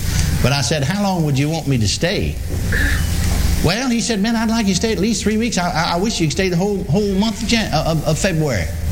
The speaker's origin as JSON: {"language": "English", "town": "Minneapolis", "region": "Minnesota", "country": "United States", "said": "When he said that, I thought to myself, \"You dummy. I'm from Minneapolis.\""}